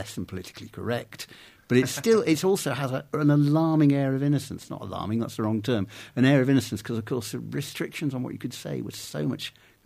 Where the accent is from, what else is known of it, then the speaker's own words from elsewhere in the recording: Manchester, North West England, United Kingdom; at the time I grew up in Manchester